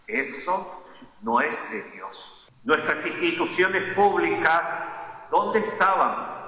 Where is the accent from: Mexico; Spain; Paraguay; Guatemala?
Paraguay; nuestra preocupación como paraguayos